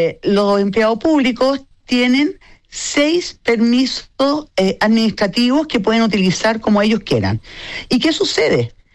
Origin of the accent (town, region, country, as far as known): Chile